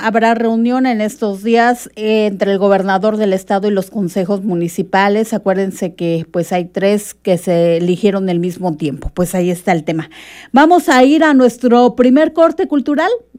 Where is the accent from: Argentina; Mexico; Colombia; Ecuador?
Mexico; Mixteca; nosotros los mixtecos